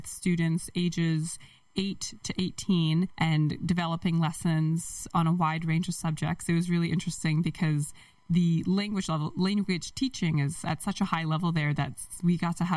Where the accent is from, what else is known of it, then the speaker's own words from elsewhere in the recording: New York, United States; also born or lived in Pittsburgh, United States; So, as I said, I grew up in New York, and then I went to pursue an undergraduate degree.